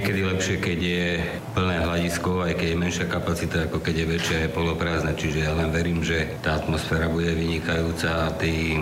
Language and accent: Slovak; Košice, Košice Region, Slovakia; born there; now in Bratislava, Slovakia; som sa tu narodil, pochádzam z Košíc, aj vždy budem Košičan, aj keď už dlhé roky žijem v Bratislave